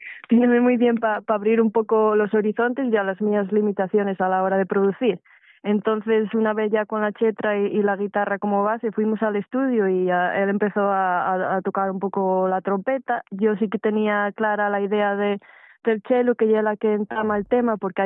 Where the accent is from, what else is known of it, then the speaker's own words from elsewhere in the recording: Corias, Asturias, Spain; born there; also born or lived in Xedré, Cangas del Narcea; yo nací en Corias, tengo que decirlo para que nadie se me enfade, y fue cuando yo pasaba para el instituto que nos mudamos para Xedré. Mi padre ya es original de Xedré y siempre tuvo la espinina esa en él, que siempre quiso volver para la su casa.